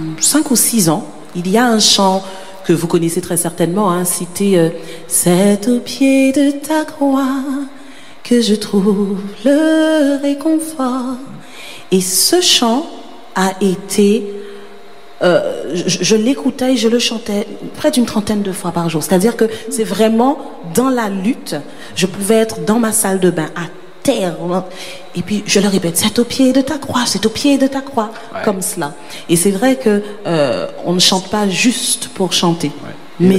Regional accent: Guadeloupe; also born or lived in Martinique / England / Paris; chez nous en Guadeloupe

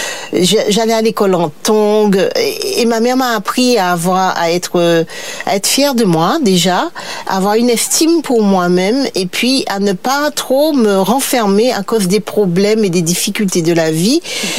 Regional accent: Rivière-Salée, Martinique; Alors, j'ai grandi dans une famille de 9 enfants. Ma mère a quand même perdu 2 garçons très tôt. Donc, nous étions 7. On a grandi... Pour ma part, j'ai grandi à Rivière-Sal

